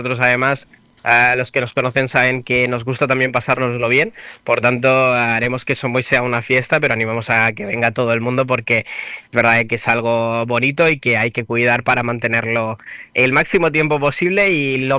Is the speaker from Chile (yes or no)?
no; Balearic Islands, Spain; nos haría mucha ilusión como club y como mallorquín también poder tenerla en la selección absoluta